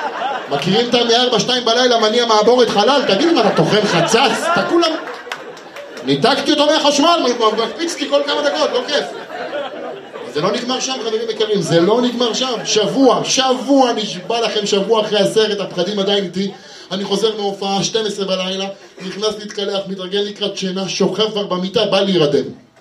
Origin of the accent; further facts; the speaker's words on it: Ramla, Central District, Israel; אני במקור גדלתי ברמלה